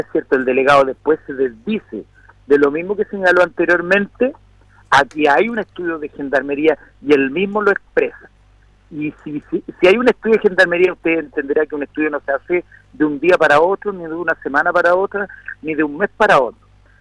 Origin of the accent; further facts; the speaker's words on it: Los Andes Province, Valparaíso, Chile; soy el representante de Los Andes, yo soy andino neto.